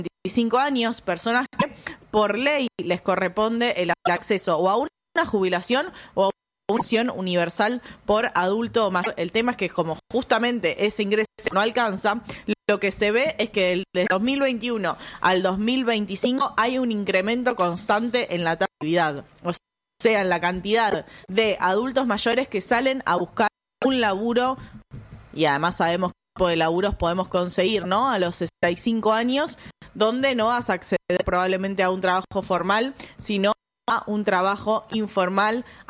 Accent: Argentina; como argentinos y como argentinas

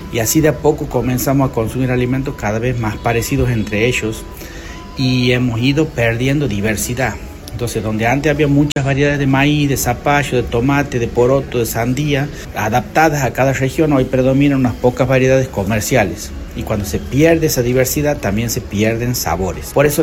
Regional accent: Santiago del Estero, Argentina; en Santiago tenemos ejemplos muy claros de esto

